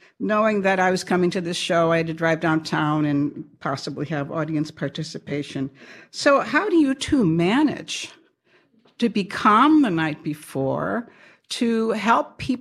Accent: Chicago, Illinois, United States; moved away as an adult; now in Evanston, United States; I'm from Evanston, Illinois, the last half of my life, but the first half of my life from the south side of Chicago.

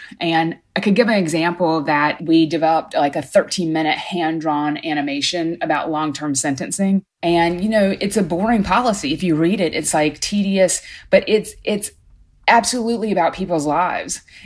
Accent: North Carolina, United States; now in Chicago, United States; I'm not from Chicago. I grew up in North Carolina.

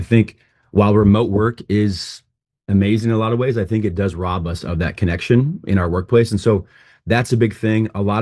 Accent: Arizona, United States; moved away as an adult; now in Chicago, United States; I grew up in Arizona

